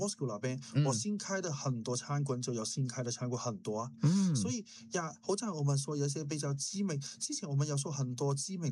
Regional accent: New Zealand

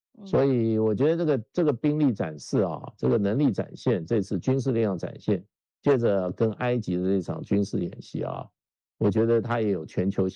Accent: Taiwan; 我们从小在台湾呢，每年都会播的

